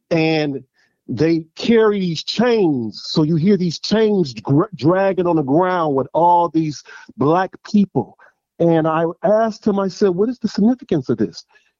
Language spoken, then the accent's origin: English; New Orleans, Louisiana, United States; So I'm from the Ninth Ward. I'm a native from the Desire area. Grew up in the Desire, went to Moton, went to Dunn, went to Carver Middle, went to Carver Senior